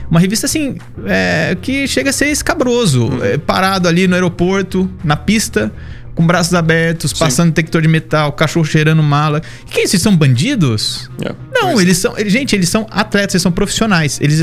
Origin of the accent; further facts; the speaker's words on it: Iran; now in Florida, United States; Olha, eu vou torcer porque é sangue do meu sangue, é minha língua, é minha terra natal.